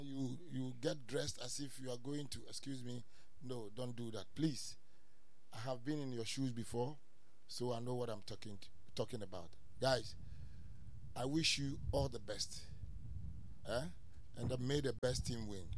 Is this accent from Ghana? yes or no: yes; Tema, Greater Accra, Ghana; I grew up here in Tema.